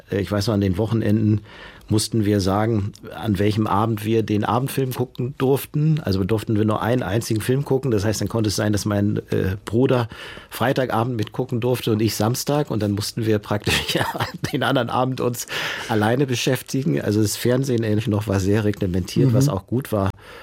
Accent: Norderstedt, Schleswig-Holstein, Germany; Ich wurde sogar streng genommen in Hamburg geboren, und zwar ein paar hundert Meter über die Stadtgrenze hinaus. Norderstedt und Hamburg gehen wirklich fast direkt ineinander über.

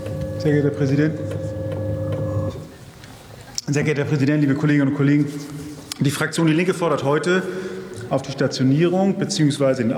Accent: Hamburg, Germany; Als Hamburger, gestatten Sie das mal, weil ich den gleichen Wahlkreis vertrete wie Helmut Schmidt damals. Als Hamburger muss ich mich hier in diesem Zusammenhang natürlich auf den Kanzler und den NATO-Doppelbeschluss beziehen.

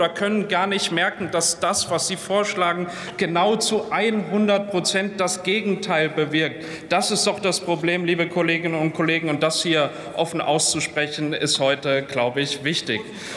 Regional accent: Saarland, Germany; Allein in der Stahlindustrie in meiner Heimat im Saarland sind das über 12.000 Menschen.

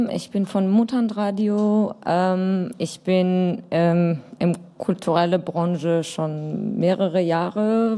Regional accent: Georgia; first language Georgian; German is a second language; Deutsch ist meine vierte Sprache, also ich entschuldige mich, wenn ich irgendwann wechseln muss.

